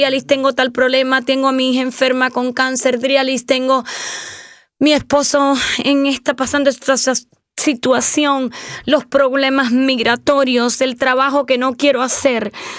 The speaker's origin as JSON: {"language": "Spanish", "country": "Cuba", "said": "Y yo soy cubana, y las poesías de José Martí yo me las recitaba en ese momento"}